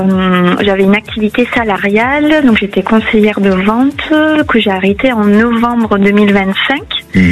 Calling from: Montpellier, Occitanie, France; De Montpellier.

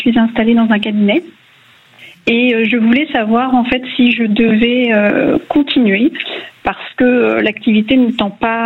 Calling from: Brittany, France; De la région rennaise.

